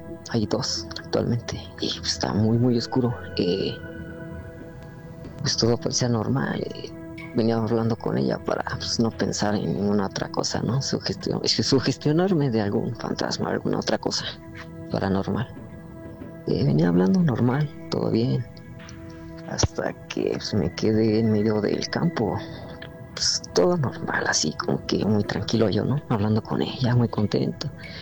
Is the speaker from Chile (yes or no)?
no; Toluca, State of Mexico, Mexico